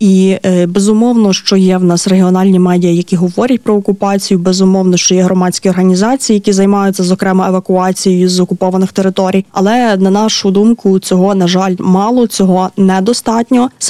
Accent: Lviv Oblast, Ukraine; Я родом з Галичини, з Львівської області

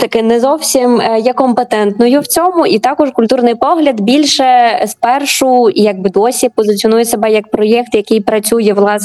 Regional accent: Mykolaiv, Mykolaiv Oblast, Ukraine; also born or lived in Lviv; now in Kharkiv, Ukraine; Я сама з Миколаєва, півтора роки я жила у Львові і після того переїхала до Харкова.

